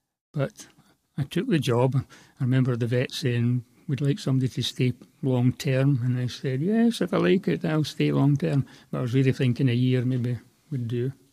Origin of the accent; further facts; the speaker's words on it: Scotland, United Kingdom; also born or lived in Belfast; Well, I was born in Belfast, 1948. I think my father worked in the shipyards in Belfast during the war. You know, my mother's from Belfast, my father from the west of Scotland. We moved to the west of Scotland when I was a baby